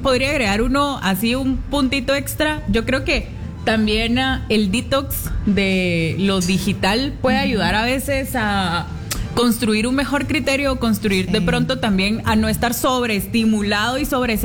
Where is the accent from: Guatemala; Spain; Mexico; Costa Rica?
Guatemala; una cosa como guatemaltecos